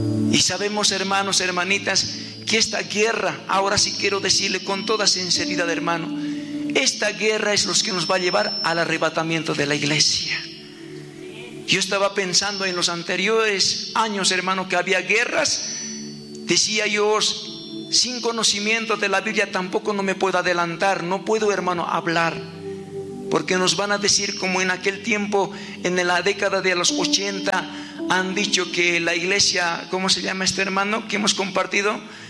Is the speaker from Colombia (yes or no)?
no; Bolivia; gracias a Dios en Bolivia no conocimos alarma